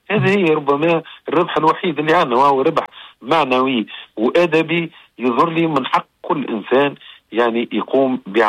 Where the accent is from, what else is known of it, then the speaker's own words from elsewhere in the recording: Tunisia; او كي تقول انا تونسي يقولوا لك محمد مزالي.